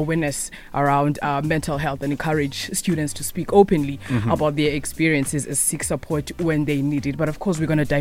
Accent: Eastern Cape, South Africa; moved away as an adult; now in Limpopo, South Africa; Eastern Cape.

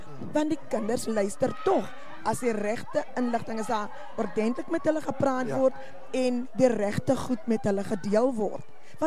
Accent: Blanco, Western Cape, South Africa; born there; Ek kom uit die stofpaaie van Gelredome, dit is waar ek gebore is. Ek is 'n blankonaar.

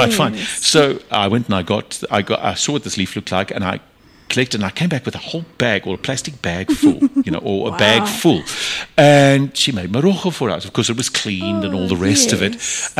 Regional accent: Brakpan, Gauteng, South Africa; I remember growing up in Brakpan

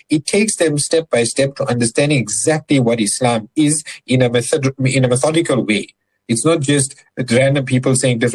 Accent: Durban, KwaZulu-Natal, South Africa; I'm from Durban

